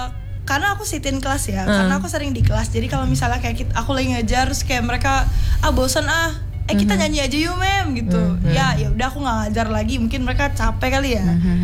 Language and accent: Indonesian; Palembang, South Sumatra, Indonesia; Aku juga orang Palembang.